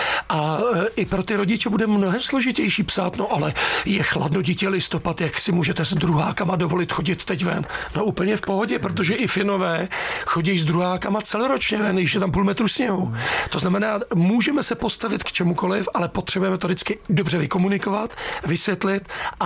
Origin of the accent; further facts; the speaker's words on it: Příbram, Central Bohemian Region, Czechia; já jsem Příbramák, jsem z Brd